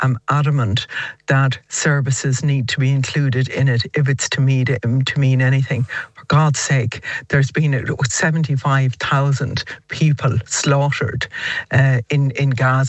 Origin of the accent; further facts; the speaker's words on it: Ireland; This is time for us as an Irish nation to take a stand against genocide